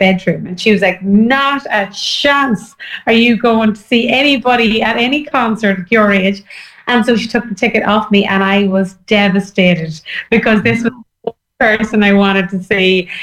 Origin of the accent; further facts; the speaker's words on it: Monaghan, County Monaghan, Ireland; because I am from Monaghan.